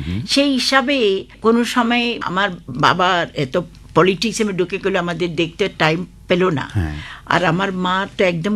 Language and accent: Bangla; Manjeri, Kerala, India; born there; moved away; আমার কেরালায়, কেরালা মাঞ্জেরি বলে ডিস্ট্রিক্ট।